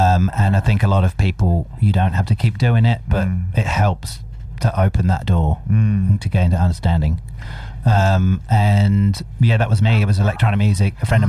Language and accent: English; Nottingham, East Midlands, United Kingdom; moved away as an adult; also born or lived in Scunthorpe; I'm from Nottingham.